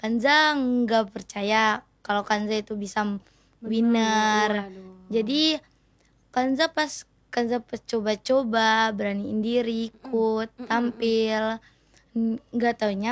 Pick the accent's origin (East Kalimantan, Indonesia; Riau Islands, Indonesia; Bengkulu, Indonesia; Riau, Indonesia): Bengkulu, Indonesia; born there; Iya, Bengkulu.